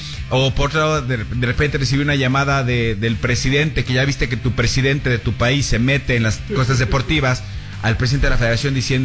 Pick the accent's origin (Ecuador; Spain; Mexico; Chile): Mexico; y como mexicano, pues sí te da como esa cosita, es el rival lógico del área, ¿no?